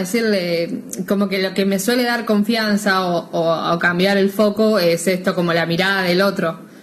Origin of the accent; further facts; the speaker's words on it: La Plata, Buenos Aires Province, Argentina; nosotros somos de La Plata